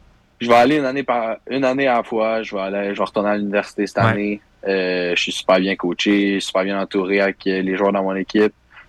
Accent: Deux-Montagnes, Quebec, Canada; born there; also born or lived in Ontario; je suis né à Deux-Montagnes. En fait, j'ai dû aller jouer en Ontario pour pas aller jouer dans le junior majeur lorsque j'avais 17 ans.

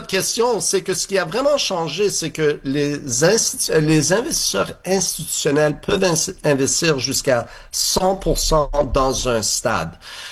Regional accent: Montreal, Quebec, Canada; le fait que moi, je suis Montréalais, je suis Québécois, je suis ici, je suis bilingue

